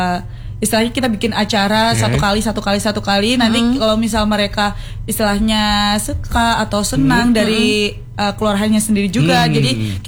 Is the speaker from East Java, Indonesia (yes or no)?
yes; Ponorogo, East Java, Indonesia; aku dari Ponorogo